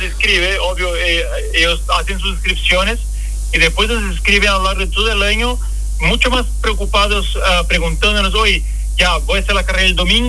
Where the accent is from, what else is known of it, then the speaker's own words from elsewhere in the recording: Brazil; Spanish is a second language; now in Chile; por mi acento notan que no soy chileno, yo vivo en Chile hace mucho tiempo, pero soy de Brasil